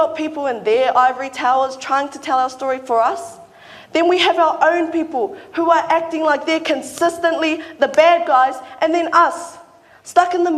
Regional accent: Kaikohe, Northland, New Zealand; my hometown of Kaikohe.

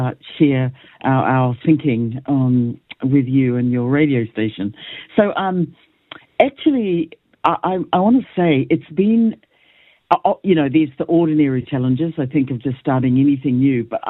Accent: Northland, New Zealand; We're from Te Nōta, we are

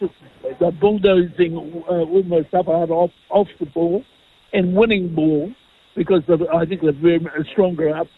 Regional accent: Waikato, New Zealand; born there; moved away; also born or lived in Upper Hutt; I've just always been sort of an Upper Hutt man. I played a bit. I was born in the King Country

